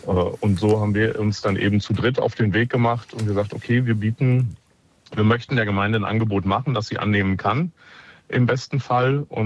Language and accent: German; Langenberg, North Rhine-Westphalia, Germany; Ja, also ich bin in Langenberg aufgewachsen. Ich bin da geboren, groß geworden und habe selber in dem Schwimmbad schwimmen gelernt.